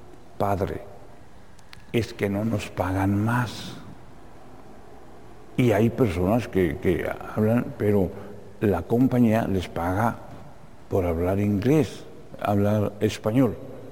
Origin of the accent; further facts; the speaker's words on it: Baja California, Mexico; O Baja California, somos más poquitos